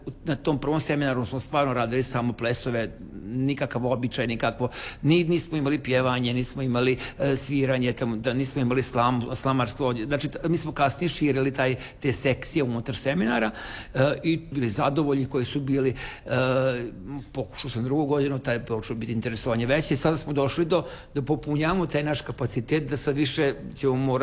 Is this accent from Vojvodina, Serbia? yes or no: yes; Tavankut, Vojvodina, Serbia; ja sam iz Vojvodine, sela Tavanko kod Subotice